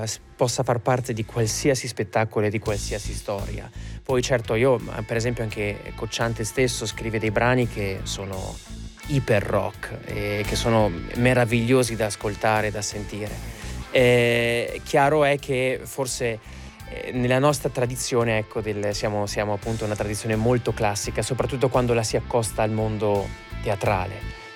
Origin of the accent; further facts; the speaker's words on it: Parma, Emilia-Romagna, Italy; vengo da Parma